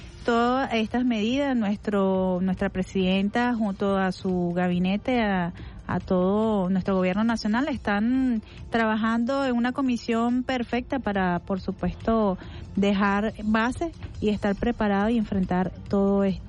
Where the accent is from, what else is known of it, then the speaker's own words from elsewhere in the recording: Venezuela; rogando a Dios, como somos nosotros los venezolanos, siempre poniendo todo en manos de Dios y teniendo mucha fe